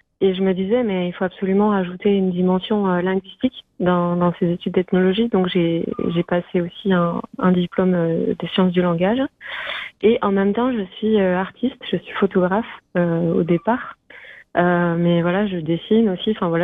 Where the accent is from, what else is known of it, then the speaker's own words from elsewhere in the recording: Lille, Hauts-de-France, France; moi j'ai pas du tout grandi ici, hein, j'ai grandi à Lille.